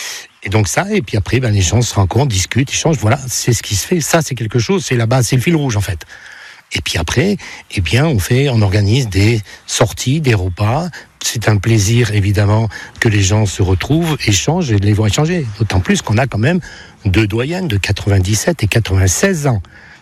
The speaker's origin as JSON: {"language": "French", "town": "La Mure", "region": "Auvergne-Rhône-Alpes", "country": "France", "tie": "born or raised there", "also_born_or_lived": "Grenoble area", "moved": "yes", "lives_now": "Beaumont (Isère), France", "said": "je suis plutôt natif de la Mure"}